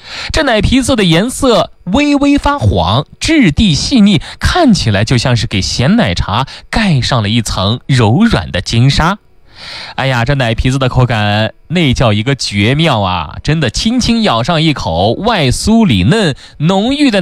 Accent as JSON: {"language": "Chinese", "region": "Xinjiang", "country": "China", "said": "对于咱们新疆人来说"}